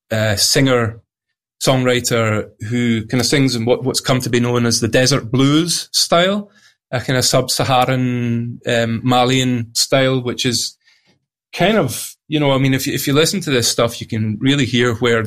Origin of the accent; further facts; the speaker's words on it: Scotland, United Kingdom; growing up in Scotland, I hadn't been that exposed to previously.